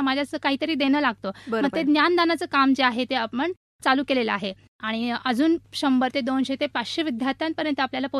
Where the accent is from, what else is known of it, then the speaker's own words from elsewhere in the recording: Mumbai, Maharashtra, India; moved away as an adult; now in Sangli, India; मी मूळच्या मुंबईची आहे. मुंब्रा इथे माझं पूर्ण शिक्षण झालेलं आहे.